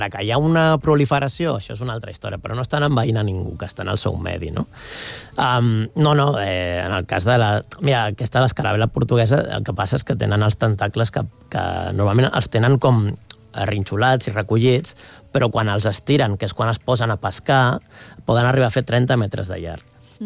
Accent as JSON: {"language": "Catalan", "region": "Catalonia", "country": "Spain", "said": "Bé, jo que sóc del Maresme, es feien, quan antigament el cram estava allà"}